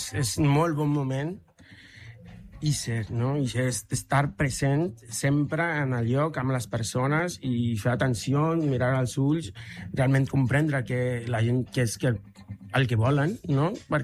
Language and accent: Catalan; Sinaloa, Mexico; Catalan is a second language; moved away as an adult; now in Catalonia, Spain; és molt del meu poble, d'aquesta regió de Mèxic, que és el nord-oest de Mèxic.